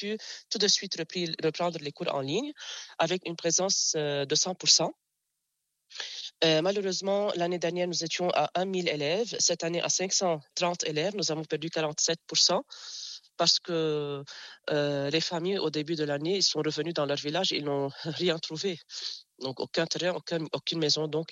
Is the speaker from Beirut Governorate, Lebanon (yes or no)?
no; Jounieh, Keserwan-Jbeil, Lebanon; Et puisque je suis de Jounieh, vous voyez, L'élève ou bien l'enfant dépend de son environnement. À Joigny, il y a la plage, il y a la mer.